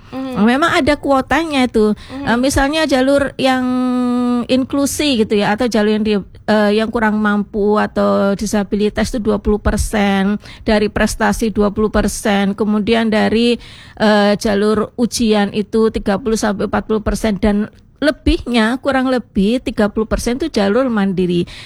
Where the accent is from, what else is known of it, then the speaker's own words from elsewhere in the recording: Surabaya, East Java, Indonesia; saya orang Surabaya juga ya.